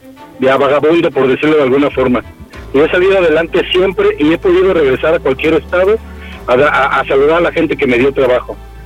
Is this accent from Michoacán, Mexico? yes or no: no; Coyoacán, Mexico City, Mexico; now in León, Mexico; Sí, soy de Coyoacán, ahí me crié, todos los madres.